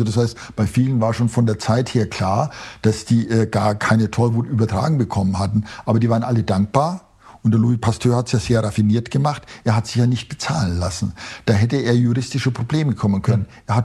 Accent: West Germany, Germany; Ich bin ja im Westen zwar aufgewachsen

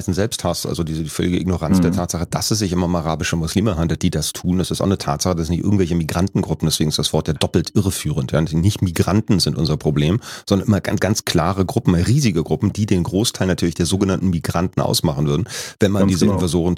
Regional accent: Berlin, Germany; als Berliner

